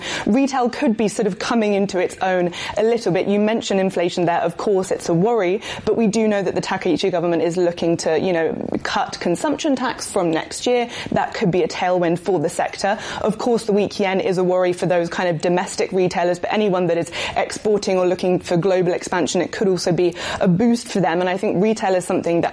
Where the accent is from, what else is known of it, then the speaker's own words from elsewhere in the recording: Cambridge, East of England, United Kingdom; I was just at home in the UK actually, and they're opening, you know, these new flagship stores in my hometown of Cambridge.